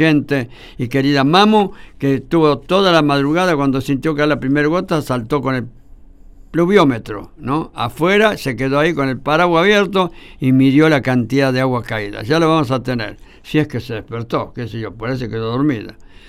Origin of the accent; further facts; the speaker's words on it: Lanús, Buenos Aires Province, Argentina; y vivíamos en Lanús. Así que fui criado en Lanús y la primaria le hice en Lanús